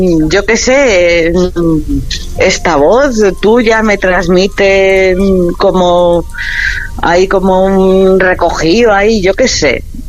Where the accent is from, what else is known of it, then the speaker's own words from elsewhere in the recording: Madrid, Community of Madrid, Spain; Y madrileña de pura cepa, de la calle Donel.